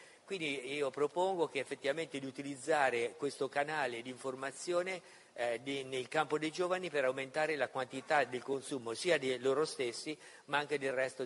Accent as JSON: {"language": "Italian", "town": "Perugia", "region": "Umbria", "country": "Italy", "said": "vengo da Perugia."}